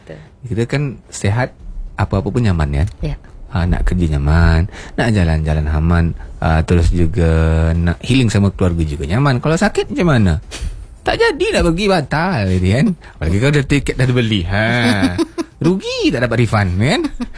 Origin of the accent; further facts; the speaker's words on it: Riau, Indonesia; moved away; dari kampung saya dulu di Meranti